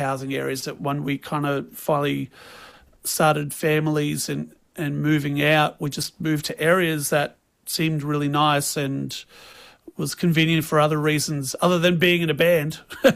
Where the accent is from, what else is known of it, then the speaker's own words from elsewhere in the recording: Brisbane, Queensland, Australia; also born or lived in Toowoomba; I'm born and bred in Brisbane